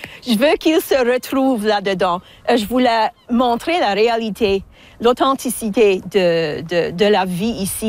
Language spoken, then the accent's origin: French; Pubnico, Nova Scotia, Canada; accent: Pubnico accent (Acadian); notre accent très particulier ici à Pubnico